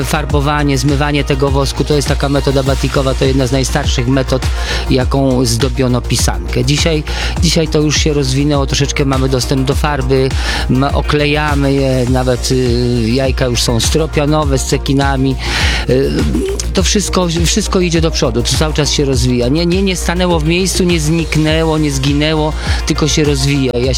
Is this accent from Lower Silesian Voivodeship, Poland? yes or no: yes; Lower Silesian Voivodeship, Poland; born there; mój ojciec pochodził daleko ze wschodu, mój teście z Ukrainy, moja mama pochodziła z Kujaw. Ja się urodziłem na Dolnym Śląsku i tu są spotkanie kilku kultur praktycznie, nie?